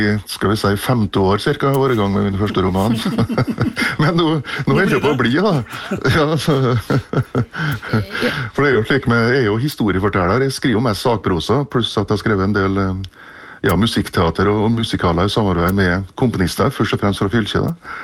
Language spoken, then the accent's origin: Norwegian; Sunndalsøra, Møre og Romsdal, Norway; da jeg vokste opp på Sunndalsøra, som jo var I landbruksbygd, som da plutselig fikk slengt Europas største aluminiumsverk midt I fleisen, så å si.